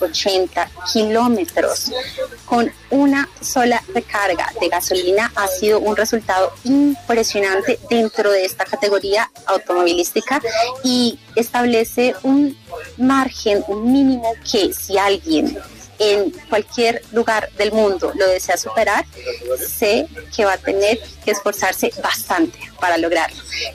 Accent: Bogotá, Colombia; Soy de Bogotá.

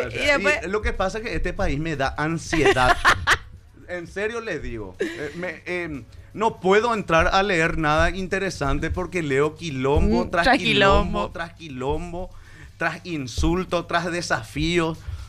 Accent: Paraguay; Yo que no puedo ser un paraguayo que defiende su país de otra manera.

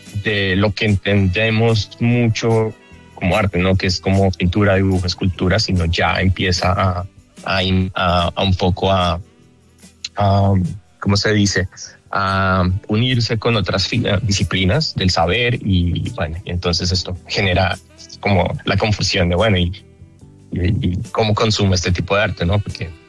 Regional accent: Colombia; moved away as an adult; now in United States

